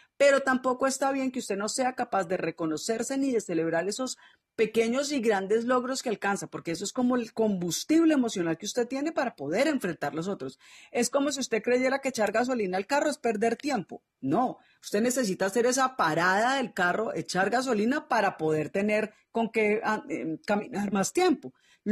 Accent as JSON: {"language": "Spanish", "country": "Colombia", "said": "yo por lo menos como colombiana"}